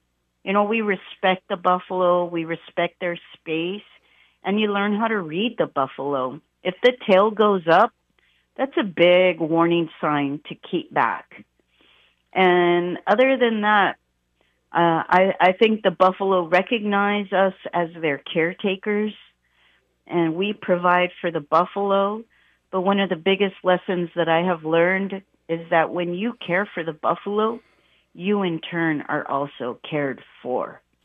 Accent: San Antonio, Texas, United States; moved away as an adult; also born or lived in Boulder, Colorado; I grew up in San Antonio, where Texas is a very difficult state to live in if you're Native.

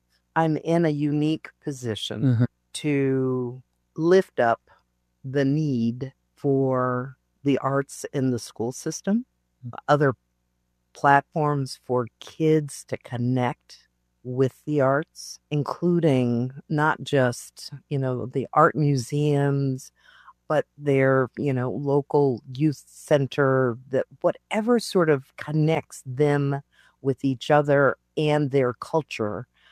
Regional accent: Denver, Colorado, United States; moved away; So I was really fascinated that my hometown had done this.

